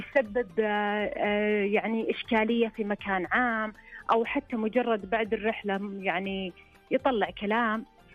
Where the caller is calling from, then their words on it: Riyadh, Riyadh Province, Saudi Arabia; من الرياض.